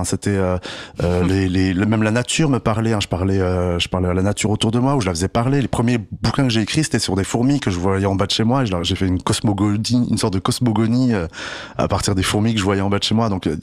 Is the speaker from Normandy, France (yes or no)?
no; Strasbourg, Grand Est, France; Moi, je suis un citadin 100%. Je viens de Strasbourg, du centre de Strasbourg